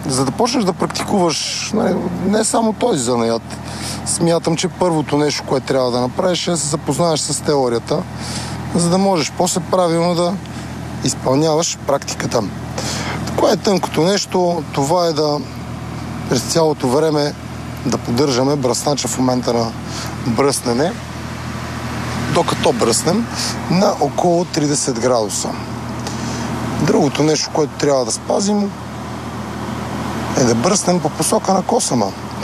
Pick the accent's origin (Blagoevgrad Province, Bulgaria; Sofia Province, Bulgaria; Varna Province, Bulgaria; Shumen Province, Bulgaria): Sofia Province, Bulgaria; Kostinbrod; Аз съм от Костинброд.